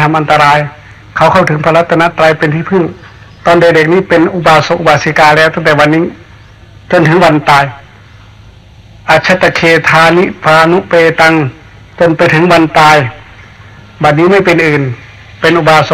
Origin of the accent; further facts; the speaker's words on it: Isan, Thailand; ตอนเด็กๆจำได้ในภาคอีสานเนี่ย